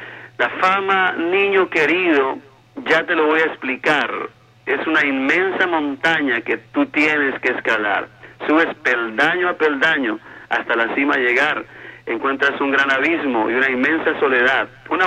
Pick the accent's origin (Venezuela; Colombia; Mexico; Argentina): Colombia; Cali, Valle del Cauca; soy de Cali, Colombia. Nací en un hogar muy sencillo